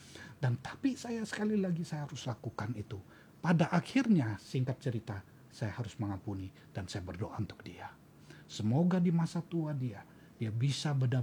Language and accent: Indonesian; Kalimantan, Indonesia; Karena saya orang Kalimantan, masih ada darah Dayaknya gitu ya.